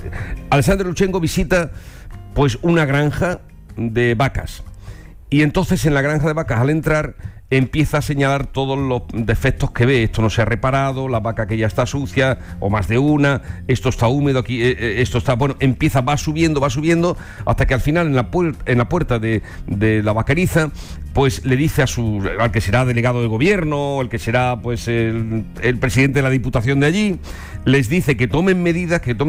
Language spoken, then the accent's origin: Spanish; Andalusia, Spain; allí por mi tierra, en Los Pedroches.